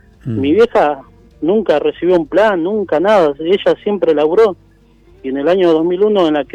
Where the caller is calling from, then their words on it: Pilar, Buenos Aires Province, Argentina; Yo soy de acá, de Pilar, que bueno. Estoy trabajando. Soy de Pilar, zona norte de Buenos Aires.